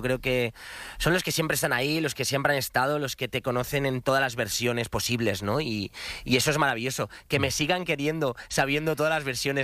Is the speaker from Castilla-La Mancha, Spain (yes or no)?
no; Sant Feliu de Llobregat, Catalonia, Spain; Desde San Feliu de Llobregat, mi pueblo